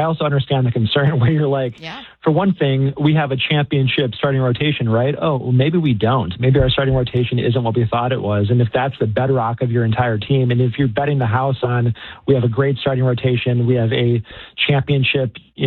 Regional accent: Chicago, Illinois, United States; I'm from Chicago.

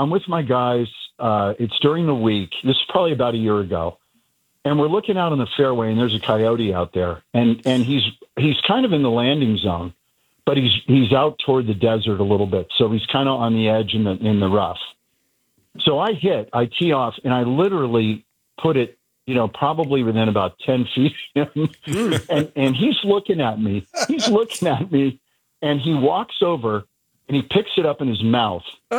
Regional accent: Bay Area, California, United States; I grew up in the Bay Area

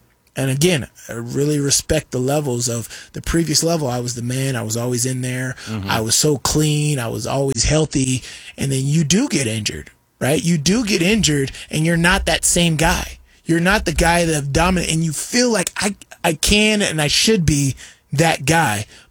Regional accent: Las Vegas, Nevada, United States; I'm from Vegas, right? Coming up to Utah, it was cold as hell.

